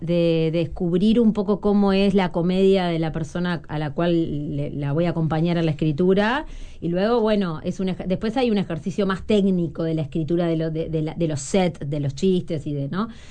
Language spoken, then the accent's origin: Spanish; Canelones, Uruguay; Yo soy de Canelones